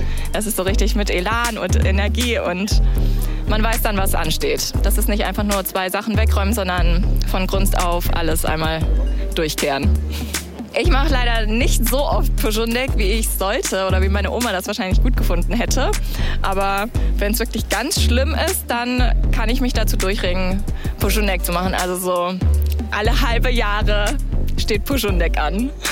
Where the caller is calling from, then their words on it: Bremen, Germany; ich komme aus Bremen